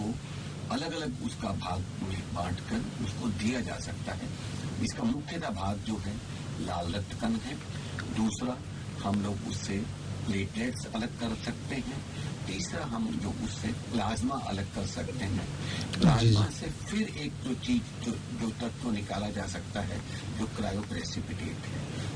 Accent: Jaipur, Rajasthan, India; मैं जयपुर से आया हूँ यहाँ पर।

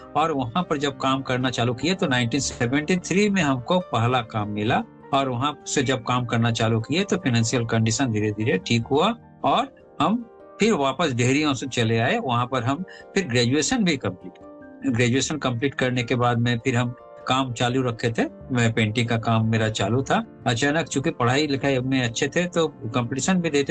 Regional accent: Dehri, Bihar, India; एक छोटा सा जगह है डेहरी-ओन-सोन, ये रोहतास डिस्ट्रिक्ट में है ये डेहरी-ओन-सोन, और मेरा जन्म वही हुआ। मेरा बचपन वहीं बीता, पढ़ाई लिखाई भी वहीं हुआ, कॉलेज भी वहीं किए हम। और बचपन में जो डेहरी-ओन-सोन का एरिया है वो बिल्कुल गांव जैसा रहा है

